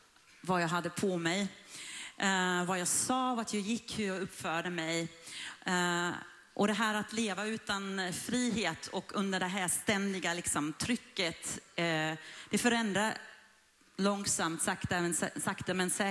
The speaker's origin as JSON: {"language": "Swedish", "country": "Iran", "tie": "born or raised there", "lives_now": "Sweden", "said": "När människor hör att jag är uppvuxen i Iran så frågar de ofta hur det liksom är där eller hur det var att växa upp där."}